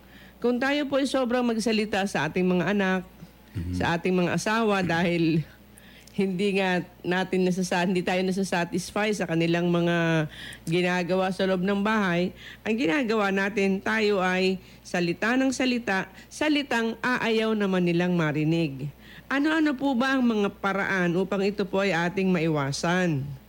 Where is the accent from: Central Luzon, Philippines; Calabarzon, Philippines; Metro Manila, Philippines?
Central Luzon, Philippines; sabi po sa amin sa Bulacan ay napakabungangera.